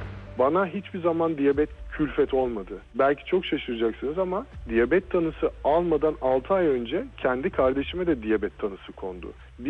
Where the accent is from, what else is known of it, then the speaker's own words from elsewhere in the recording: Ankara, Turkey; born there; 1982 Ankara doğumluyum.